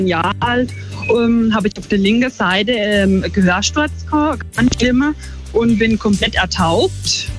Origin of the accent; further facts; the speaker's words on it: Schonach, Baden-Württemberg, Germany; ich komme aus Schonach im Schwarzwald